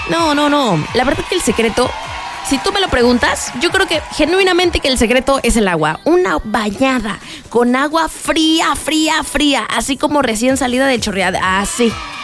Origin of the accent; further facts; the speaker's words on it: Mexico; Como mexicanos, pues sí le creemos.